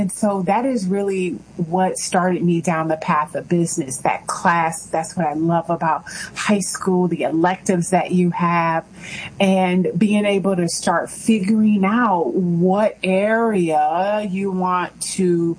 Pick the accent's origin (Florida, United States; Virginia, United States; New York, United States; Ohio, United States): Florida, United States; Orlando; Yeah, so I am actually from Central Florida, right there in Orlando is where I grew up, and definitely enjoyed being there.